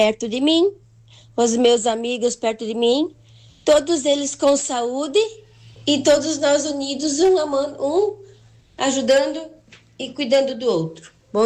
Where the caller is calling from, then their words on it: Joaçaba, Santa Catarina, Brazil; falo de Joaçaba.